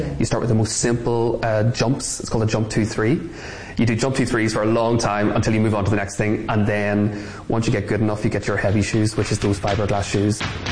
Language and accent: English; Belfast, Northern Ireland, United Kingdom; I was growing up outside Belfast as a boy during the Troubles